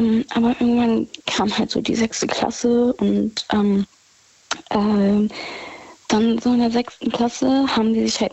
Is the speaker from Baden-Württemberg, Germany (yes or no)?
no; Rhineland-Palatinate, Germany; In der Nähe von Gerolstein.